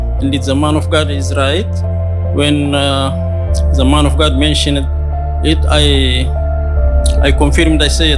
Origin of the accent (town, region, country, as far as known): Eritrea; now in Netherlands